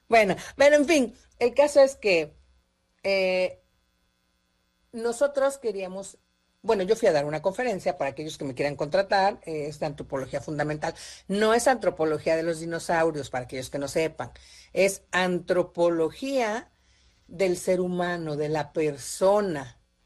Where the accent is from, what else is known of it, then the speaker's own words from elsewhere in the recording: Mexico; Los mexicanos somos excelentes para atender al turismo.